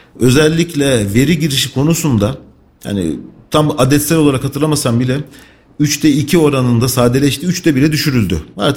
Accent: Sakarya, Turkey; born there; moved away as an adult; also born or lived in Mardin / İzmir / Bilecik; now in Kayseri, Turkey; 1980 Mardin doğumluyum. Aslen Mardinliyiz ama baba memur olunca Sakarya'ya yerleştik. Okul hayatım Sakarya'da geçti. Sonrasında üniversite okumak için İzmir'e geçtim.

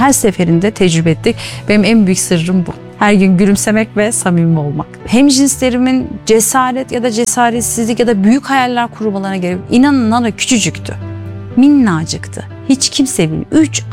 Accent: Kayseri, Turkey; İşte Kayseri'nin yerlisiyiz, yerlisiyiz.

